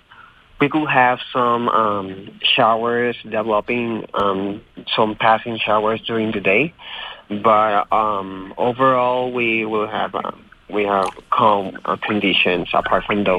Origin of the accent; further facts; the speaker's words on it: Coamo, Puerto Rico; now in San Juan, Puerto Rico; So, I'm from Cuamo, Puerto Rico.